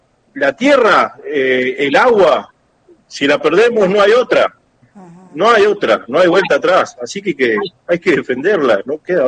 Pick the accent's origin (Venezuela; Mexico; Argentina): Argentina; Patagonia; uno ama esta tierra como argentino, como patagónico